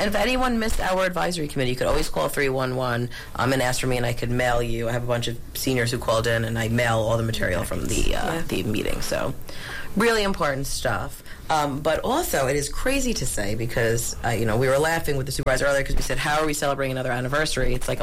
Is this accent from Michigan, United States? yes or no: no; Greenville, New York, United States; I grew up in Greenville